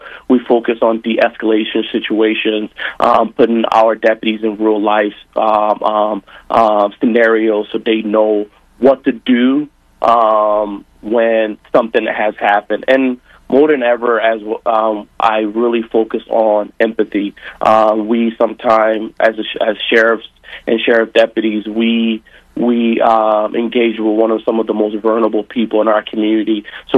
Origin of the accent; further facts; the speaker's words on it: United States; I'm Muslim, but I'm American, right? I love this country. I serve in the military for this country.